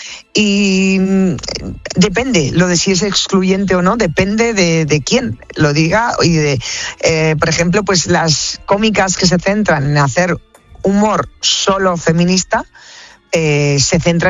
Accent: Basque Country, Spain; lo que ahora veis que somos los vascos

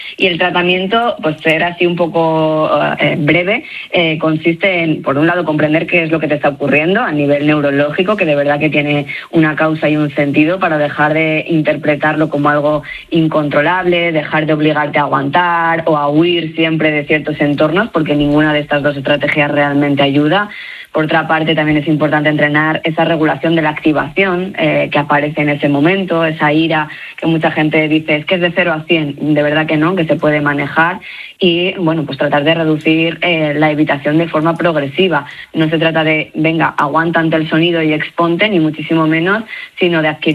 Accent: León, Castile and León, Spain; now in Madrid, Spain; yo pues soy de León. ¿De dónde he salido? De León, concretamente.

